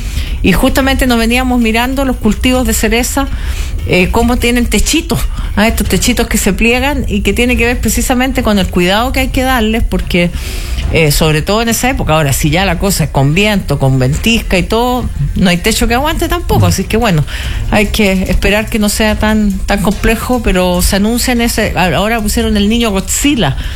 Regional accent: Santiago, Santiago Metropolitan Region, Chile; born there; Yo nací en Santiago.

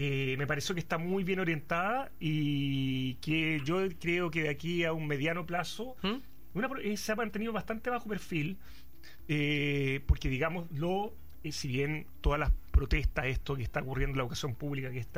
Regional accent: Chile

